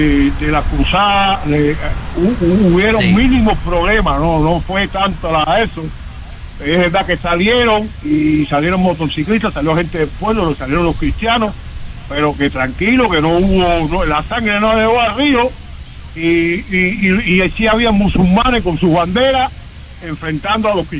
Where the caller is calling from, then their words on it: Michigan, United States; yo vivo en Michigan